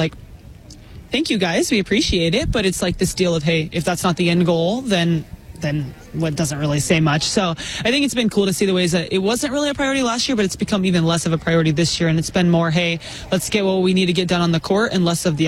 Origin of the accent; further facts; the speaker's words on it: Texas, United States; I'm from Texas. I know what that looks like.